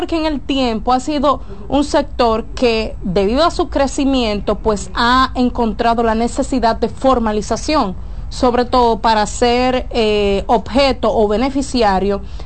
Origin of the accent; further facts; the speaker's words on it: San Cristóbal, Dominican Republic; moved away; yo vengo de San Cristóbal